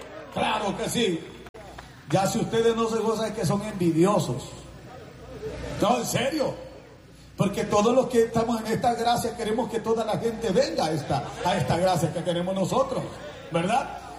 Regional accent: Yoloaiquín, Morazán, El Salvador; moved away; de donde yo soy, del pueblo de Yoloaiquín

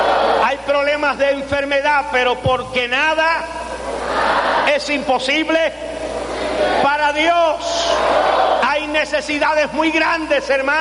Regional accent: Havana, Cuba; born there; soy de Cuba, de la ciudad de La Habana.

